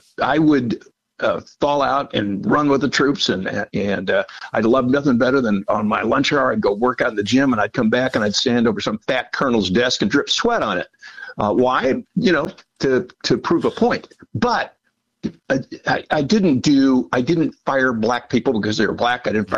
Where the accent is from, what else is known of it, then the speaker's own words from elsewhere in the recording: Illinois, United States; I grew up poor and in Southern Illinois.